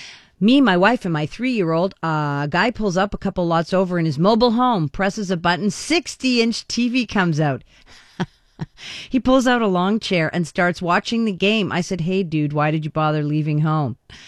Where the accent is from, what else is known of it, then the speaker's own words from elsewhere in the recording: Ireland; I'm Irish, but it's Scottish Games.